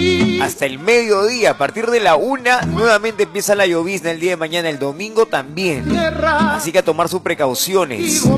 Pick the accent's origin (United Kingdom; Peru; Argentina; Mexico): Peru; así somos los peruanos